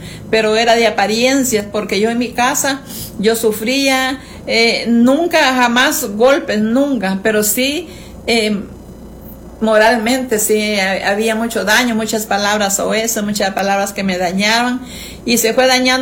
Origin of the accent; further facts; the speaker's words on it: San Nicolás, Copán, Honduras; moved away as an adult; also born or lived in San Pedro Sula / Ocotepeque; yo me vine para mi lugar de San Nicolás de Copán.